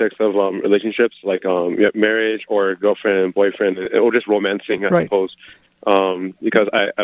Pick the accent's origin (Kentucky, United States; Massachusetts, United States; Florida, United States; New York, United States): Florida, United States; I'm from El Fortel, Florida